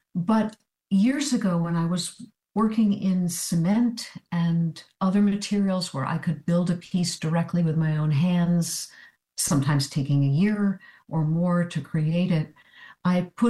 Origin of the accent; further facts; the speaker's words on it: New Jersey, United States; And I have a couple of commissions on the horizon from groups in my home state of New Jersey